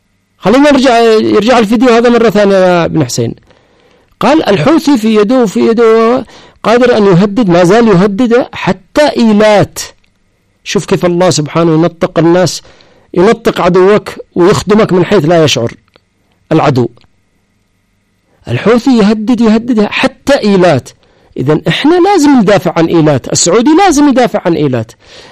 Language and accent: Arabic; Taiz Governorate, Yemen; now in Sanaa, Yemen; احنا اصحاب تعز